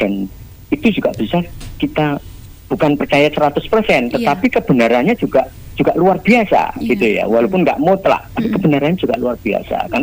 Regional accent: Java, Indonesia

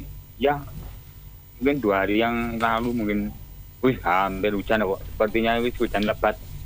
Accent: East Java, Indonesia; kalau di kampung saya di sawah itu pakai air sungai.

